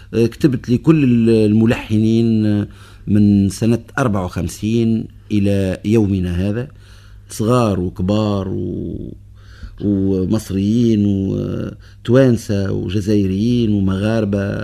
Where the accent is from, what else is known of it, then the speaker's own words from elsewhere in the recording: Tunis, Tunis Governorate, Tunisia; born there; أنا من مواليد نهج الباشا، تونس المدينة، من عائلة